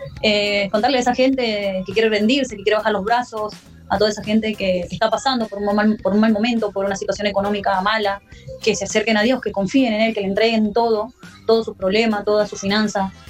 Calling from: San Juan, Argentina; Yo soy una mamá soltera que estoy viviendo sola, alquilo con mis 4 hijos, soy de San Juan

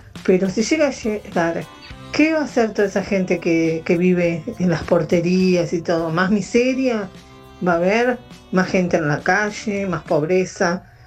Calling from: Ezeiza, Buenos Aires Province, Argentina; de Ezeiza.

